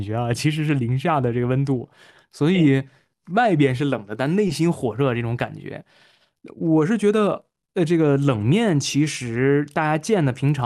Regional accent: Shanxi, China; 我是山西人

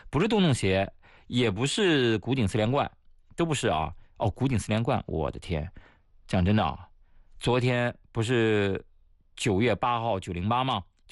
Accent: Shanxi, China; because 我是山西人。

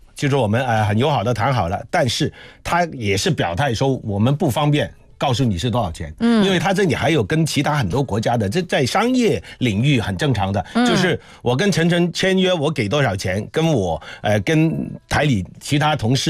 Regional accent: Guangdong, China; 以我们广东人说湿气有点重

